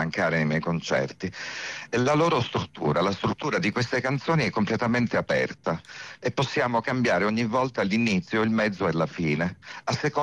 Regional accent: Crotone, Calabria, Italy; moved away as an adult; also born or lived in Florence; now in Rome, Italy; Io sono partito da Crotone, come dicevi tu, dalla Calabria, per dedicarmi completamente alla musica. E prima mi sono trasferito a Firenze, dove ho fatto l'università

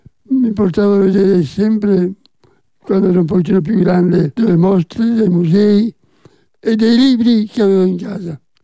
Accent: Genoa, Liguria, Italy; also born or lived in Tuscany; In Toscana sono solamente nato, vivevamo a Genova, la mia prima giovinezza fino al liceo stavamo a Genova dove papà lavorava.

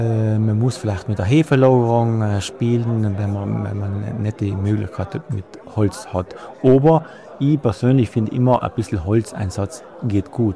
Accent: Trentino-Alto Adige, Italy; wieso wir als Südtiroler auch den Stellenwert haben

